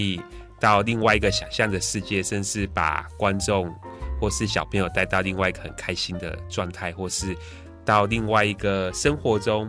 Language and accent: Chinese; Kaohsiung, Taiwan; now in Yanshui, Tainan, Taiwan; 我是高雄人。